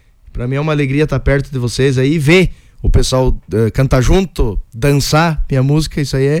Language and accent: Portuguese; Ciríaco, Rio Grande do Sul, Brazil; moved away; pro pessoal lá da minha terra, do Siriaco